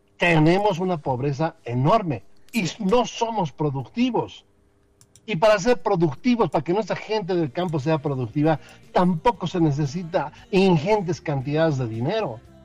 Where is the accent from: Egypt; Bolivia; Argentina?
Bolivia; Potosí; es mi pueblo. Potosí